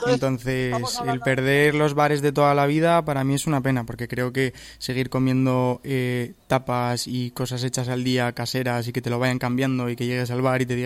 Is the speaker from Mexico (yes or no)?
no; Madrid, Community of Madrid, Spain; Yo es que como soy de Madrid